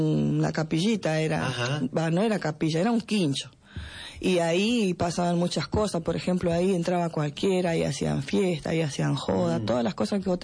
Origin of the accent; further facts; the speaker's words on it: Argentina; yo soy de Belén